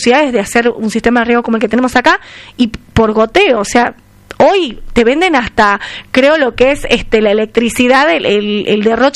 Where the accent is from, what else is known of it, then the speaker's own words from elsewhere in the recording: Argentina; nosotros sabemos que somos argentinos y que amamos nuestro país